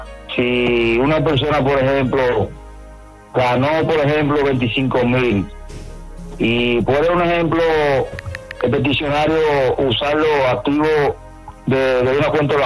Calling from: Cotuí, Sánchez Ramírez, Dominican Republic; Le llamo de aquí, de Cotuí.

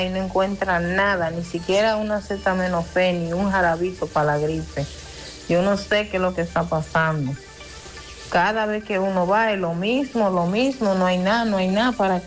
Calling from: Mao, Valverde, Dominican Republic; Buenos días … de Mao le hablo.

